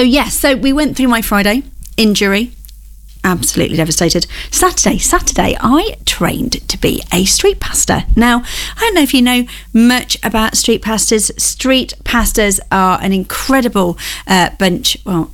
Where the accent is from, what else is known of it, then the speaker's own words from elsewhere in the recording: Ashby-de-la-Zouch, East Midlands, United Kingdom; go out to my hometown of Ashby